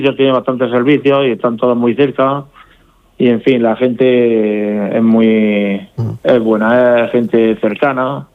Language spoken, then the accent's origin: Spanish; Algezares, Region of Murcia, Spain; Hombre, yo soy de Algezares y también se vive bien, ¿eh?